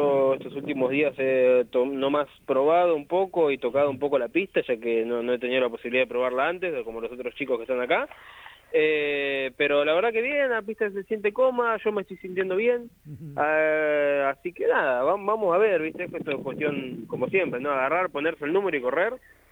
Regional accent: Argentina; moved away; Porque yo, recordad, me fui en enero, me fui de Argentina.

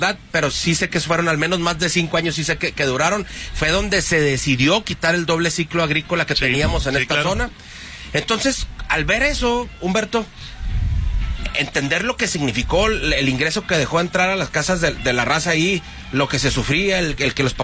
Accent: Rosales, Chihuahua, Mexico; yo crecí en Loma Linda, municipio de Rosales. Es una ranchería de 80 casas que está cerquita a la presa de las Vírgenes. Ahí todo el mundo vivíamos de la agricultura y de la lechería.

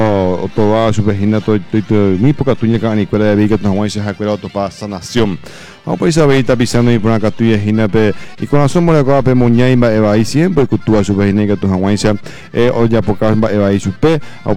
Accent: Paraguay

